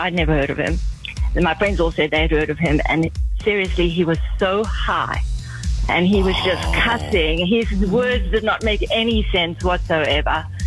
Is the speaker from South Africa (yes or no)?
yes; South Africa; Yes, I'm South African.